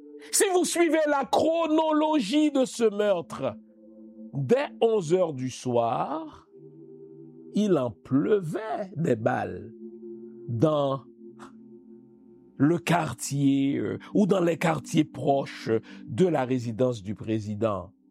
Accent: Canada; exemple moi, en tant que Canadien, je participe à une opération de déstabilisation d'un pays étranger.

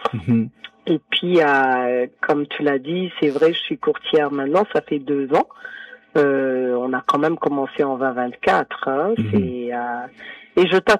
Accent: Burundi; Oui, je viens du Burundi. En Afrique de l'Est.

